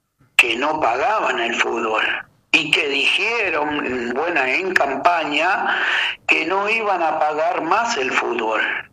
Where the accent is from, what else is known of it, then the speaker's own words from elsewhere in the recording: Rosario, Santa Fe, Argentina; Somos rosarinos